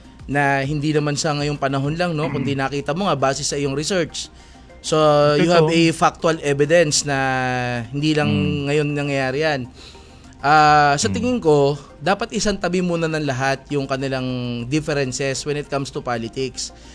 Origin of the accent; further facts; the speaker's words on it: Pasay, Metro Manila, Philippines; may nailigtas yan na minor de edad dun sa Barangay 76 sa amin sa Pasay.